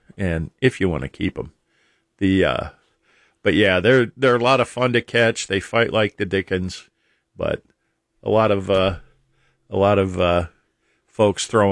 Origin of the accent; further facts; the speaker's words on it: Akron, Ohio, United States; born there; I was born in Akron, just like the first rubber worm.